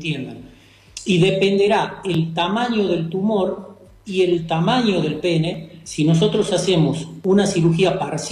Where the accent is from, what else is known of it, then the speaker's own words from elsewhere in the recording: Tucumán, Argentina; accent: Tucumán; Por ahí me traicionó un poquito la tonada, soy de Tucumán.